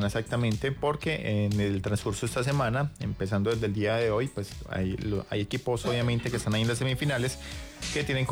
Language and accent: Spanish; Colombia; nosotros como colombianos